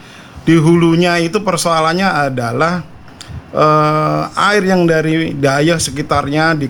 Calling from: Cileungsi, West Java, Indonesia; alamatnya di Blok A3 nomor 4 RT 2 RW 12 Pondok Damai Cileungsi, Kelurahan Cileungsi Kidul, Kecamatan Cileungsi, Bogor Timur. Kami sebagai warga Pondok Damai

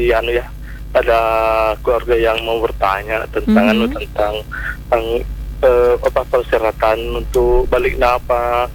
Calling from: Bone, South Sulawesi, Indonesia; kita sebagai orang Bone

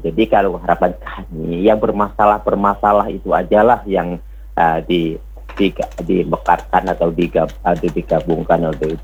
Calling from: Tanjungpinang, Riau Islands, Indonesia; kami Melayu Kota Piring

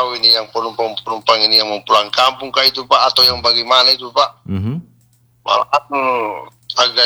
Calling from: Central Sulawesi, Indonesia; kita orang Pantai Timur

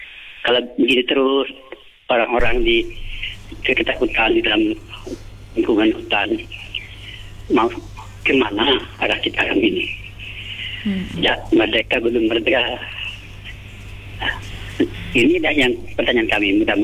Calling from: West Kalimantan, Indonesia; Contohnya kampung kami, Kalanong, Kelabung, Gata, di Desa Upe, Tumpunan Boti.

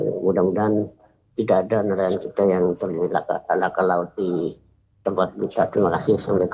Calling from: Kijang, Riau Islands, Indonesia; Ya, kami dari Kijang ini menyampaikan informasi hari ini tanggal 8 Oktober ya, hari Kamis. Informasi di daerah kami, Kabupaten Bintan ya, juga Bintan Timur ya.

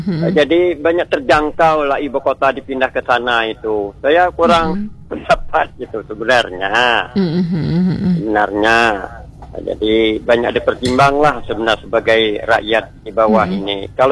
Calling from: Bangka Belitung Islands, Indonesia

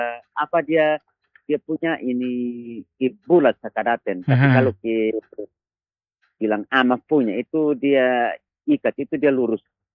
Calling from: East Nusa Tenggara, Indonesia; dari Molteng.

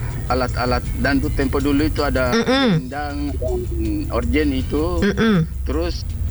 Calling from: West Sulawesi, Indonesia; Dari Kabupaten Polewali Mandar, Sulawesi Barat.

